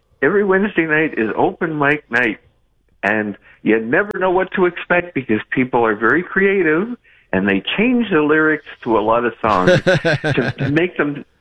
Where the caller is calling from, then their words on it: Verdun, Quebec, Canada; From Verdun, West End Verdun.